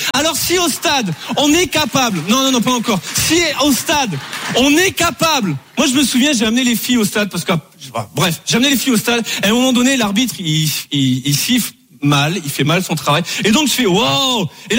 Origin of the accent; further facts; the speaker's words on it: Bordeaux, Nouvelle-Aquitaine, France; je pensais que tout le monde allait connaître de là où je venais à cause de Bordeaux